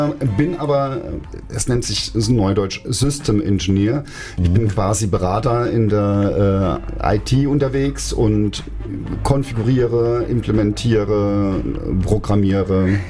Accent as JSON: {"language": "German", "town": "Ludwigshafen", "region": "Rhineland-Palatinate", "country": "Germany", "tie": "born or raised there", "also_born_or_lived": "Kaiserslautern / Mannheim", "moved": "as an adult", "lives_now": "Bad Dürkheim, Germany", "said": "Also ich komme tatsächlich aus Oppau. Im Schatten der BSF bin ich groß geworden. Habe dann in Lautern studiert und habe dann zwischendurch dann in Mannheim in der Neckarstadt auch gewohnt und bin jetzt letztendlich dann in Bad Dürkheim gelandet."}